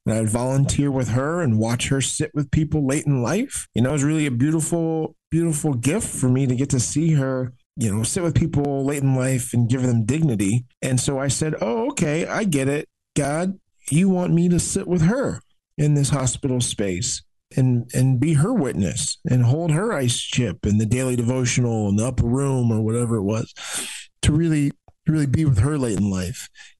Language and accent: English; Gaithersburg, Maryland, United States; Yeah, so I grew up on the East Coast, as I said, Gaithersburg, Maryland.